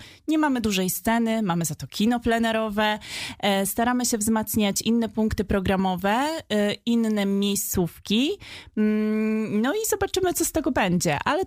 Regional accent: Lubusz Voivodeship, Poland; moved away as an adult; now in Wrocław, Poland; ja właściwie nie jestem z Wrocławia, jestem z województwa lubuskiego. Przyjechałam do Wrocławia na studia

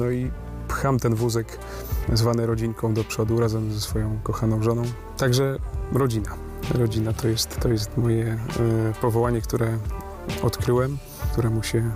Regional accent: Chorzów, Silesian Voivodeship, Poland; born there; Urodziłem się na Śląsku w Chorzowie

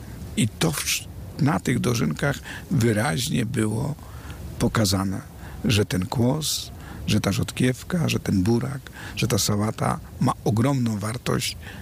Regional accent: Karpacz, Lower Silesian Voivodeship, Poland; A ja sam pochodzę z takiej miejscowości jak Karpacz, gdzie kiedyś to była wioska, nie miasto

